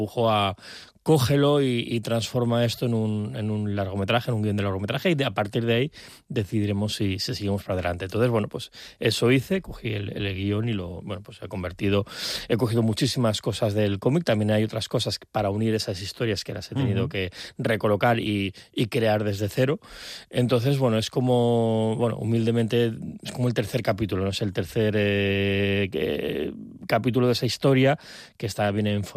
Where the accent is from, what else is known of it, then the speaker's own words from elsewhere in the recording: Palma, Balearic Islands, Spain; yo soy de Palma, estoy muy enamorado de la ciudad